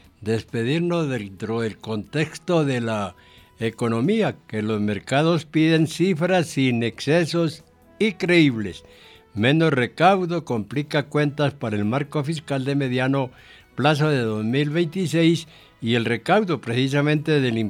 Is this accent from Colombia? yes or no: yes; Llanos Orientales, Colombia; yo soy llanero